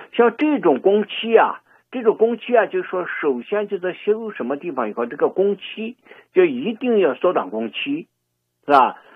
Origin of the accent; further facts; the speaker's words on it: China; now in Canada; 我们从中国来的时候，你看中国这个速度啊